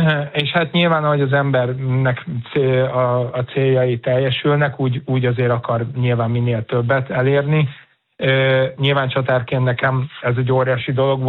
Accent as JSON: {"language": "Hungarian", "region": "Budapest", "country": "Hungary", "tie": "born or raised there", "said": "amikor tényleg az MTK pályán, a Csömri úton, amit felnőttem"}